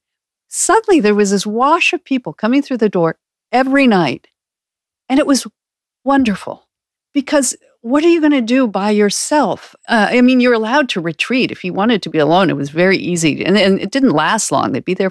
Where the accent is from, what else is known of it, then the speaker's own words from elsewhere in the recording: Canada; I grew up Episcopal in Canada, I wasn't not religious, but I just took it as it was given to me.